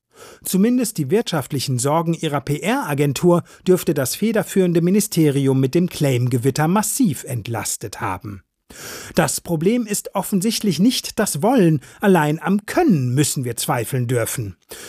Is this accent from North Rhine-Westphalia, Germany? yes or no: yes; Plettenberg, North Rhine-Westphalia, Germany; wie in meiner Heimatstadt Plettenberg, ebenfalls im Sauerland